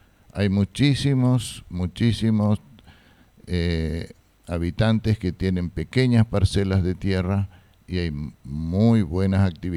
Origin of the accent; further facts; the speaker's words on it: Fram, Itapúa, Paraguay; moved away; En mi retorno a mi terruño, soy frameño. Viví muchos años afuera, hace ya 26 años que estoy que retorné a Fram.